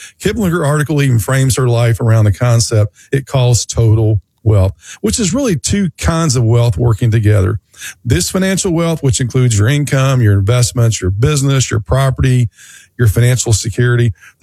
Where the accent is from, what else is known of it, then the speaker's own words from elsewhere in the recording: Tennessee, United States; growing up in Tennessee, Tony, I remember mom and dad would watch the Porter Wagner show.